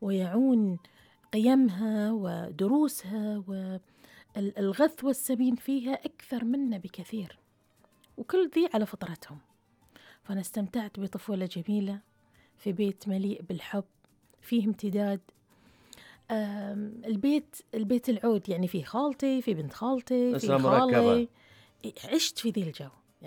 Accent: Riffa, Southern Governorate, Bahrain; فمولودة في الرفاع، ومسقط رأسي الرفاع، وعشق الرفاع، وأصل الرفاع، فعشت في الرفاع الشرقي تحديدا. عشت في هذه المنطقة المليئة بالحب، المليئة بالأصالة، الممزوجة بالبساطة.

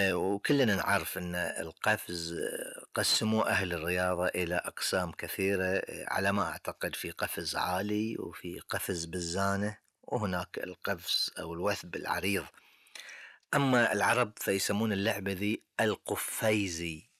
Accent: Bahrain; اللي هي مثل لعبة الخبصة اللي كانوا يلعبونها البنات عندنا في البحرين قديما.

